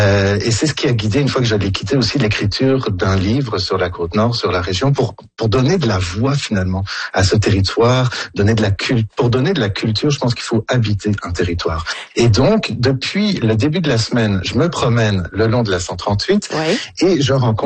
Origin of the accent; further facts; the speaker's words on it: Belgium; moved away as an adult; now in Montreal, Canada; Puis moi, j'ai quitté la Belgique pour Natashquan. À l'époque, j'avais 23 ans.